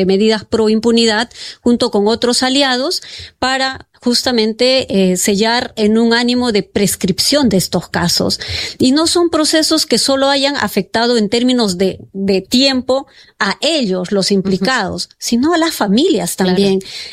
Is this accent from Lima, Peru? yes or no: no; Cayara, Ayacucho, Peru; el caso Cayara, que es el de mi pueblo